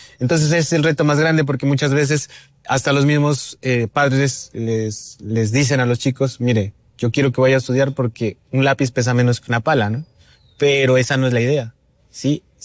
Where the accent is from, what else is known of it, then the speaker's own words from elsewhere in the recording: El Tablón de Gómez, Nariño, Colombia; also born or lived in Pasto; Soy del municipio del Tablón de Gómez.